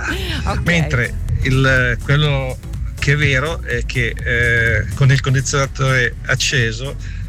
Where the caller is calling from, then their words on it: Milan, Lombardy, Italy; da Milano.